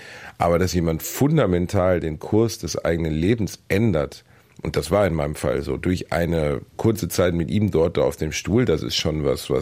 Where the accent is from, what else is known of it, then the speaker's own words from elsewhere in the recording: North Rhine-Westphalia, Germany; wie ich meine Heimatstadt, also die Emscher-Lippe-Halle, vollgekriegt habe.